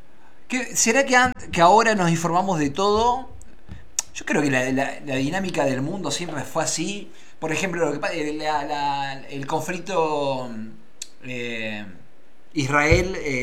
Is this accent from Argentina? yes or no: yes; Argentina